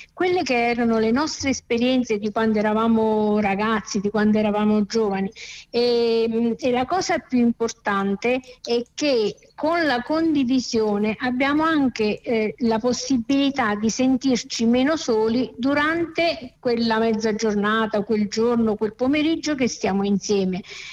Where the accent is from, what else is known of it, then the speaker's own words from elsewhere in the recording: Pontelandolfo, Campania, Italy; Io vengo da Ponte Landolfo, che è un paesino della provincia di Benevento.